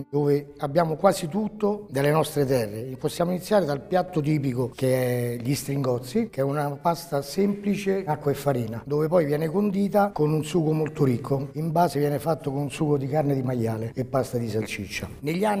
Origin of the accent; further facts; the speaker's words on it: Casperia, Lazio, Italy; Casperia è invasa di uliveti e noi produciamo un ottimo olio, anche perché è marchiato DOP.